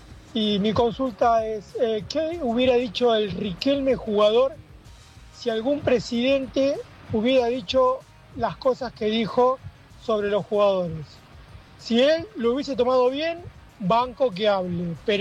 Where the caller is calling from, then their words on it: San Martín, Argentina; de San Martín.